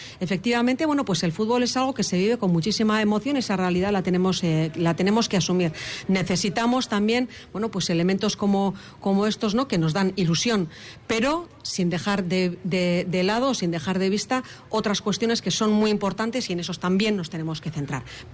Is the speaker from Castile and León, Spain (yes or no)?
no; Azpeitia, Basque Country, Spain; now in Hondarribia, Spain; Yo soy de Azpeitia, pero vivo en Hondarribia desde hace ya muchos años